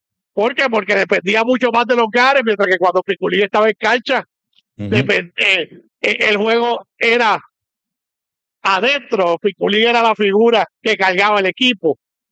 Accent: Puerto Rico; yo fui con mi familia a Grecia y el taxista en Grecia nos preguntó de qué país era, pues le dimos de Puerto Rico

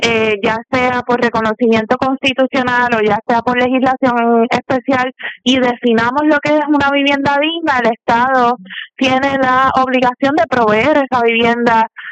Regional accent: Patillas, Puerto Rico; Yo vengo del barrio Fondo de Chaco, que era arriba de Patilla.

